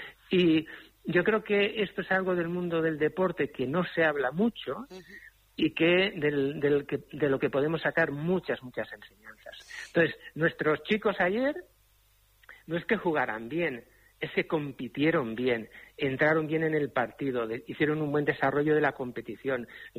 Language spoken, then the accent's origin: Spanish; Cuenca, Castilla-La Mancha, Spain; moved away; en mi tierra, en Cuenca.